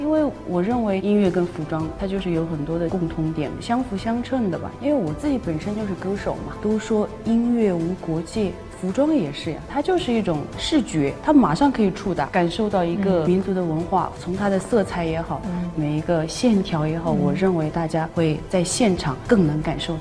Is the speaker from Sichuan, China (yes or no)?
yes; Sichuan, China; 因为我们俩本身都是嘉绒人